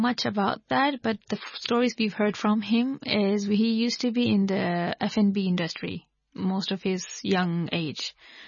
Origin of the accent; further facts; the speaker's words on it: Hong Kong; Well, I've only grown up here, so I can't compare the life anywhere else. But I really thoroughly enjoyed growing up here, living here, having the lifestyle of here and the childhood.